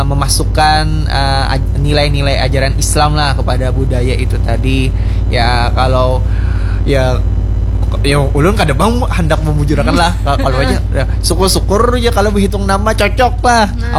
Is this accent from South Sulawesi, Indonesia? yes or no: no; Banjar, South Kalimantan, Indonesia; dari budaya kita Banjar ini